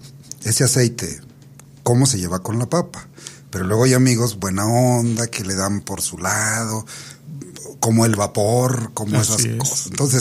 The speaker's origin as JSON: {"language": "Spanish", "country": "Mexico"}